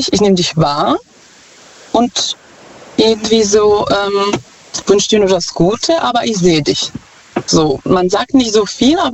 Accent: Czechia; German is a second language; moved away; Ich komme ursprünglich aus Tschechien.

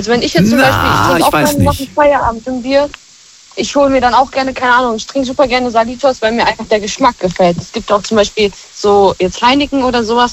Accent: Montabaur, Rhineland-Palatinate, Germany; Montabaur.

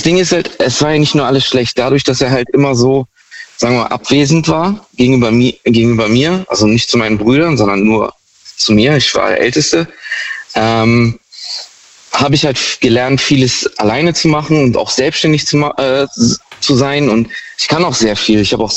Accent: Heidelberg, Baden-Württemberg, Germany; Ich komme aus der Ecke Heidelberg.

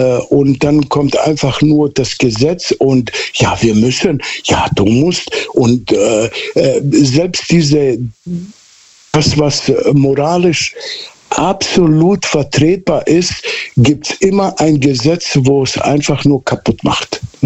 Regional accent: Southern Germany, Germany; also ich bin quasi auf dem Dorf aufgewachsen in Süddeutschland.

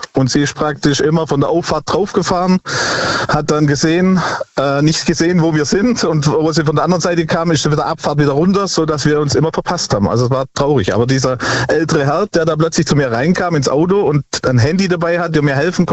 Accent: Baden-Württemberg, Germany; Ja, ich komme aus Näheren bei Tübingen.

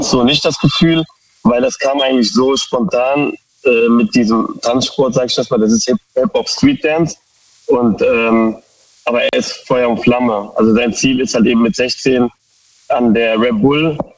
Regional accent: Koblenz, Rhineland-Palatinate, Germany

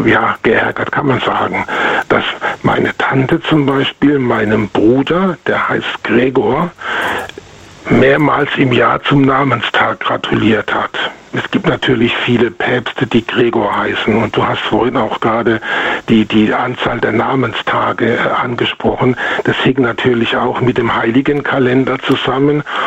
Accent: Baden-Württemberg, Germany; now in Bonn, Germany; Das ist ungefähr 50 Jahre her, bin ich aus dem Rhein-Neckar-Kreis nach Bonn gezogen

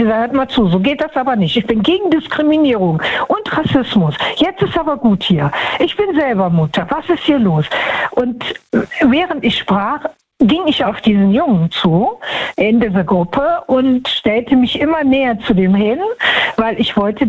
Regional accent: Düsseldorf, North Rhine-Westphalia, Germany; Düsseldorf.

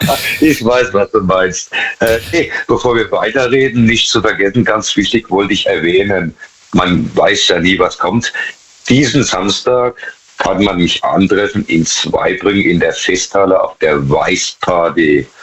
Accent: Pirmasens, Rhineland-Palatinate, Germany; Ich bin aus der Pfalz, Pirmasens.

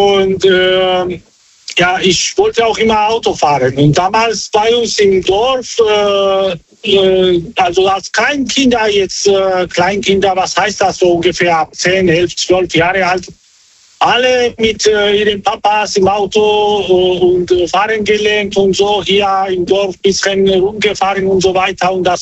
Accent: Georgia; Ich komme aus Georgien.

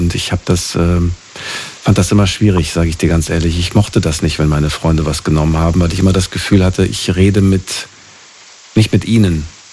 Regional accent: Frankfurt, Hesse, Germany; Außerdem bin ich in Frankfurt groß geworden und in Frankfurt erlebst du alles.

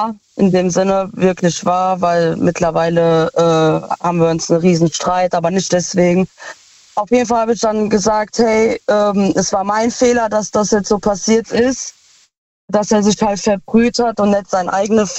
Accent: Ludwigshafen, Rhineland-Palatinate, Germany; Aus Loo, also aus Ludwigshafen.

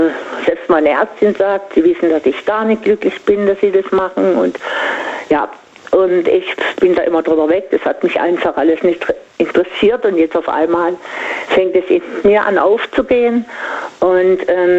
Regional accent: Singen, Baden-Württemberg, Germany; ich komme ja aus Singen

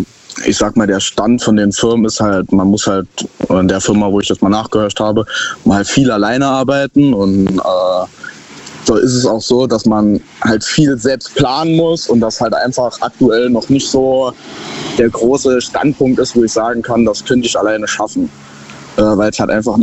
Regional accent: Saarbrücken, Saarland, Germany; Ich komme aus Saarbrücken.

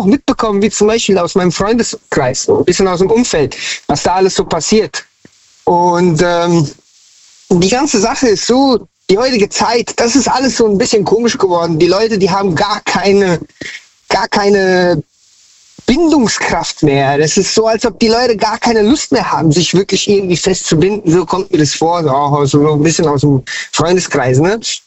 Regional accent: Frankfurt am Main, Hesse, Germany; now in Hanau, Germany; Oh nein, nein, eigentlich bin ich aus Frankfurt am Main, ich bin dann nach Hanau gezogen.

